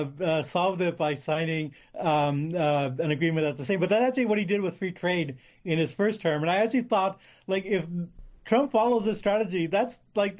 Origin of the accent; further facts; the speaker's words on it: Canada; I think I will bring up my experience as a Canadian to bear